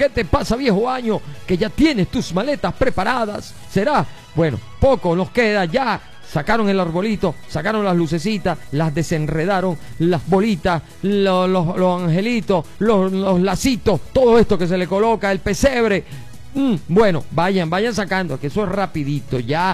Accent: Carúpano, Sucre, Venezuela; now in Ciudad Guayana, Venezuela; desde Carúpano, Estado Sucre, nos está saludando mi tierra Carúpano, allá en Sucre

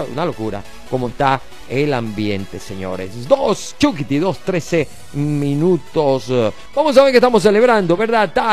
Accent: Caracas, Capital District, Venezuela; esa es mi parroquia, La Candelaria. Yo me crié ahí en La Candelaria. Sí, vale, allá hay mucho español, mucha colonia española, italiana. Es un sitio muy así, muy a lo español.

